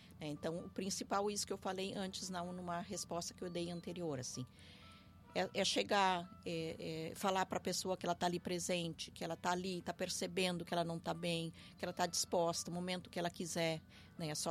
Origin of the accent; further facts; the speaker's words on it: Rio Grande do Sul, Brazil; Nós que somos aqui do Rio Grande do Sul, a gente tem muito uma cultura um pouco mais machista